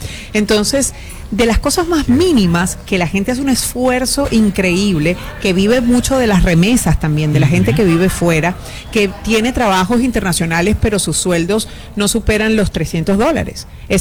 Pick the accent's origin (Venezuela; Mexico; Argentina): Venezuela; moved away; yo misma, siendo venezolana